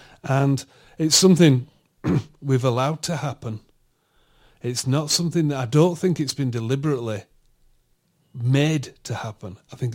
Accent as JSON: {"language": "English", "region": "England", "country": "United Kingdom", "tie": "born or raised there", "moved": "yes", "lives_now": "Canada", "said": "growing up in England"}